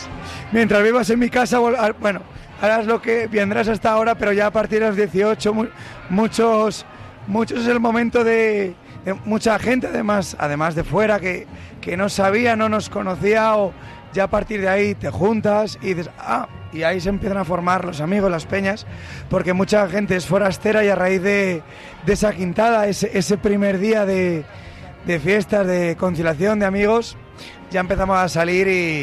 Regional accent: Roa, Castile and León, Spain; este es mi pueblo, es mi casa, es mi iglesia

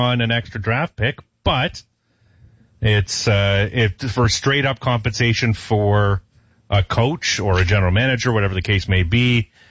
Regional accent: Toronto, Ontario, Canada; moved away as an adult; now in Ottawa, Canada; I grew up driving in Toronto

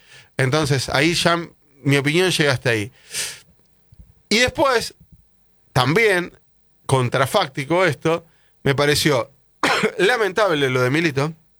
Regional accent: Buenos Aires, Argentina; Es Buenos Aires, pero para nosotros, para ellos, nosotros somos los porteños.

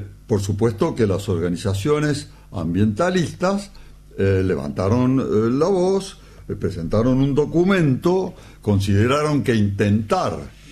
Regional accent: Argentina; tenemos los argentinos

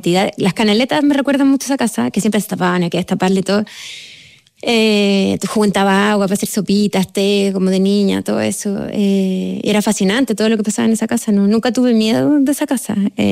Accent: Santiago, Santiago Metropolitan Region, Chile; Yo vivía en la Avenida Perú, frente al Cerro San Cristóbal, y era una casa gigantesca, en la cual compartíamos casa con los abuelos

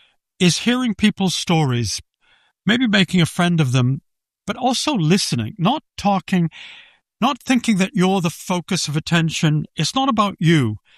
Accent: United States; And every time I said I'm an American, they had something to tell me.

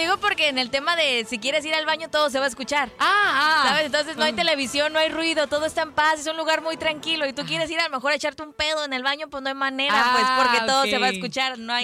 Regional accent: Tijuana, Baja California, Mexico; siendo tijuanense

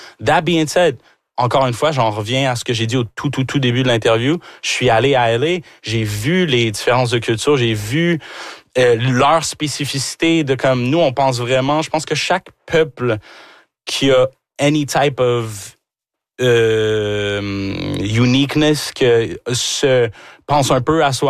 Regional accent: Rouyn-Noranda, Quebec, Canada; T'sais, moi, je suis... Québécois de chez Québécois, là, tu sais, je suis né ici, justement, à Rouyn-Noranda.

